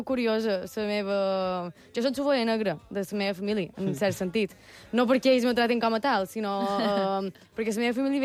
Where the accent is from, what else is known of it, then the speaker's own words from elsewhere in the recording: Manacor, Balearic Islands, Spain; De Manacor, crec que se nota.